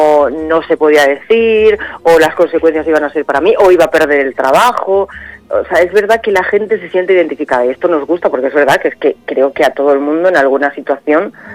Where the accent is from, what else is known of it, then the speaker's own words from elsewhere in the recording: Puertollano, Castilla-La Mancha, Spain; moved away; También quiero decir que tanto el director como yo somos manchegos.